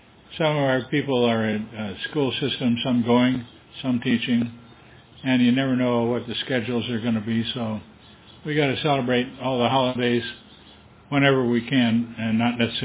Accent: Wisconsin, United States; now in Easton, Pennsylvania, United States; Well, I grew up in Wisconsin, which was very nice growing up. But we've been here in Pennsylvania for 50 years, so we're almost natives.

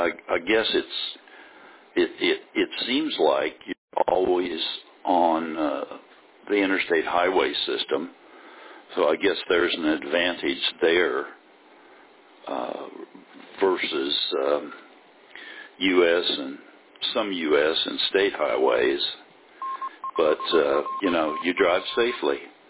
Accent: Atchison, Kansas, United States; my hometown, a little place in northeast Kansas called Atchison.

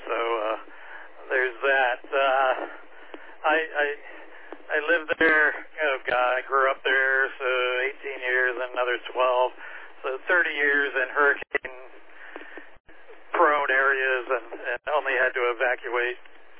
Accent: Florida, United States; moved away as an adult; also born or lived in Gulf Coast; I was raised in Florida with that kind of humidity and spent another 12 years along the Gulf Coast and in Florida

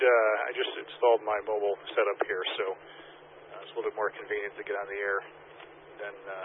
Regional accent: Ellington, Connecticut, United States; I'm from Ellington. I'm hitting the Vernon repeater right now. I'm in South Windsor at the moment.

